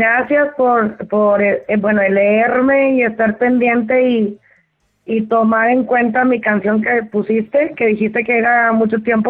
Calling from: Monterrey, Nuevo León, Mexico; yo soy de Monterrey

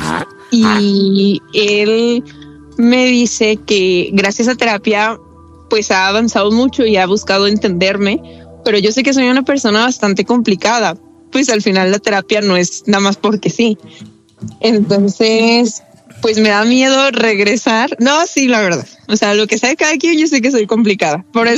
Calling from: Mexico City, Mexico; De Ciudad de México.

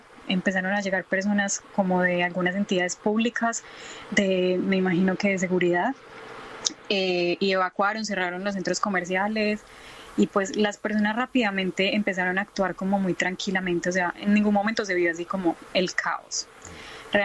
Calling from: Medellín, Antioquia, Colombia; Yo vivo en Medellín.

